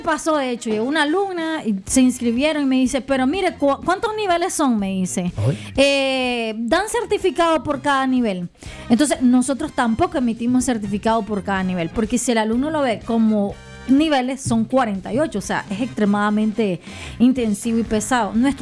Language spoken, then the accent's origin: Spanish; Nicaragua; Como nicaragüense, lo digo como nicaragüense, sí, estamos acostumbrados a inscribirnos, sentarnos en un pupitre, que el profesor llegue y nos ponga una tarea.